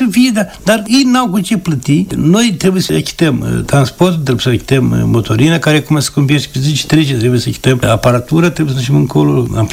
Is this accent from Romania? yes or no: no; Moldova; Eram populat în Moldova aici de peste prut